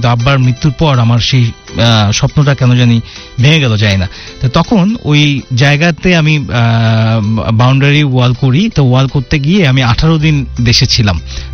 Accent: Dhaka, Dhaka Division, Bangladesh; moved away; আমি যেহেতু ঢাকার মানুষ

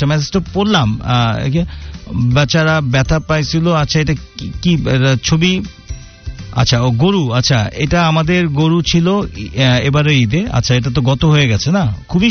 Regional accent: Dhaka, Dhaka Division, Bangladesh; born there; আমার জন্ম হয়েছিল চামিলিবাগে। হ্যাঁ, মালিবাগের পর সিআইডি অফিসের পাশ দিয়ে যে চামিলিবাগ

